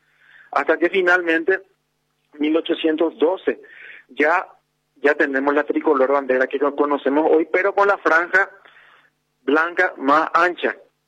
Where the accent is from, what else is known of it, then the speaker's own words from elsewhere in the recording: Paraguay; lo que nosotros somos como paraguayos.